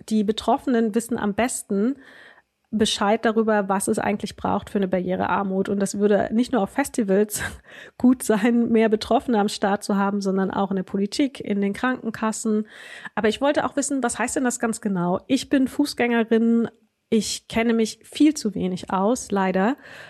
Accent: Wernigerode, Saxony-Anhalt, Germany; Gabor kommt aus Rübeland, das ist nur wenige Kilometer von Wernigerode entfernt, also da, wo ich aufgewachsen bin.

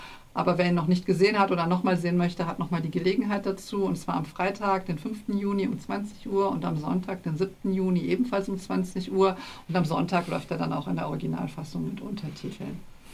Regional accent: Aachen, North Rhine-Westphalia, Germany; und eben seit neuestem auch in Aachen, meiner Heimatstadt.

